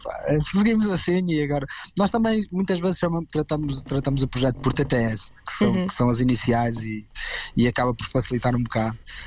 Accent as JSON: {"language": "Portuguese", "country": "Portugal", "said": "Eu e o Marco somos portugueses, não é?"}